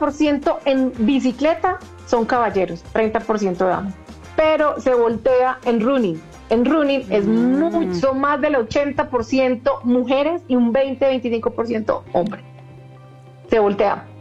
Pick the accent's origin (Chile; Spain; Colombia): Colombia; ya que estos invitados internacionales nos conozcan como gente, como colombianos que somos, están emocionadísimos, no se imaginan.